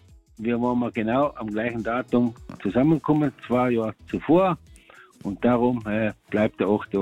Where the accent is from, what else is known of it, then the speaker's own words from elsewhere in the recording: Switzerland; Ich habe nie in Kärnten gelebt. Ich bin aufgewachsen da in der Schweiz.